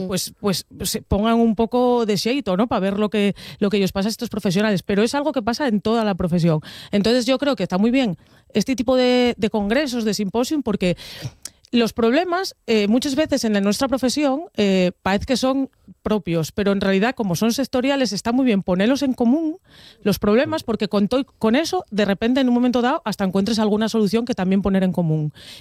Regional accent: Langreo, Asturias, Spain; Bueno, Fer y yo somos de la Concaminera, los dos, el Día de la Viana, yo de Langreo

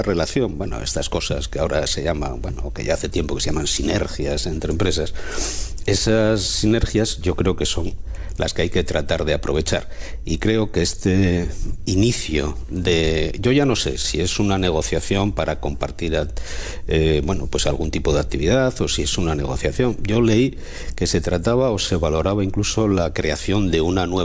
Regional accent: Langreo, Asturias, Spain; yo estaría encantado como langreano con que eso ocurriera, pero estaría encantado también como asturiano, porque es que eso va a ser desarrollo para Asturias.

